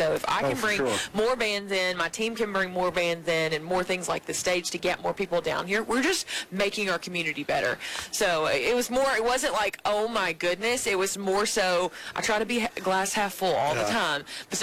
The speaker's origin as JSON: {"language": "English", "region": "Tennessee", "country": "United States", "moved": "yes", "lives_now": "Paducah, United States", "said": "I'm from Northwest Tennessee, so I was in Martin"}